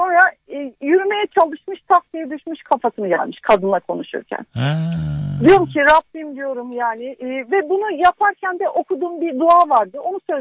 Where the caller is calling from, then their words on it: Kayseri, Turkey; Ben Kayseri'den arıyorum.